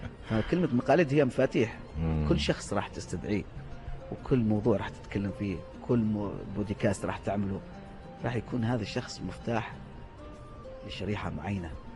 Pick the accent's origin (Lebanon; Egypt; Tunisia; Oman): Oman; نحن كمسلمين. عرب كعمانيين